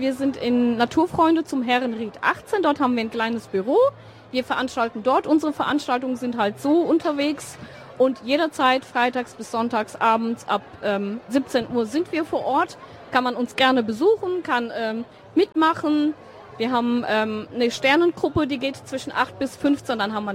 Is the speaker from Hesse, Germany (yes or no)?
yes; Hesse, Germany; born there